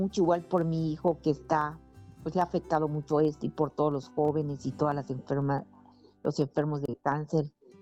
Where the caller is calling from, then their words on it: Progreso, Yucatán, Mexico; de Progreso, Yucatán